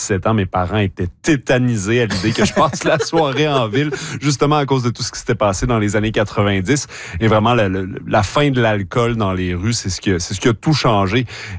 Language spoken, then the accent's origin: French; Quebec City, Quebec, Canada; Moi, je suis natif de Québec.